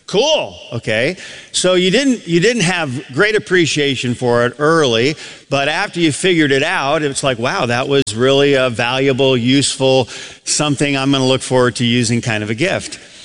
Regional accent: Adrian, Michigan, United States; So I grew up in Adrian, Michigan.

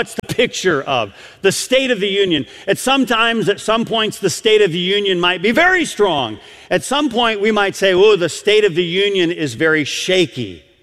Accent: Michigan, United States; I'm a Michigander. I grew up in Michigan.

